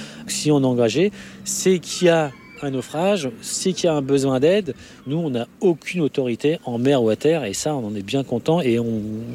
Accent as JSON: {"language": "French", "country": "France", "said": "Et puis, on est français et la troisième valeur de la France, c'est la fraternité."}